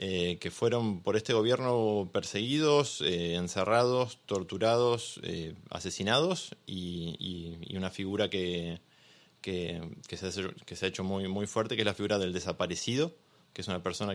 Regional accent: Argentina; me puso muy contento ver la cantidad de gente que inundó en mi país, en Buenos Aires y en todas las plazas del país

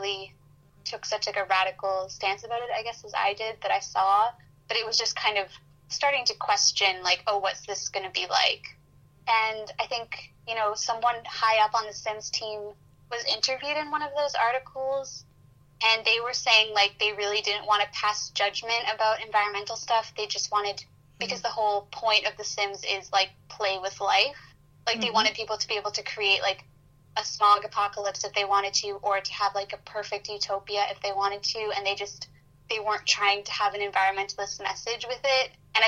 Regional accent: Vancouver, British Columbia, Canada; because I'm from Vancouver, and I go to Victoria pretty frequently

